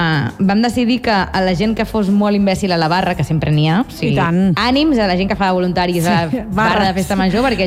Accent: Blanes, Catalonia, Spain; born there; del meu poble de Blanes

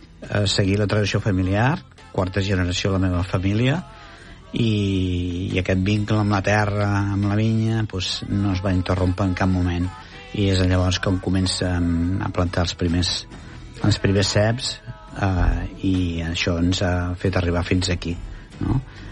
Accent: Monistrolet, Catalonia, Spain; jo sóc de Monistrolet, una masia de Monistrolet

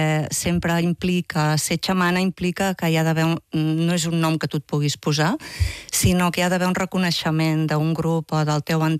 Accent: Tona, Catalonia, Spain; born there; Vaig néixer a Tona i en aquests moments visc a Tona, també, des de fa uns anys.

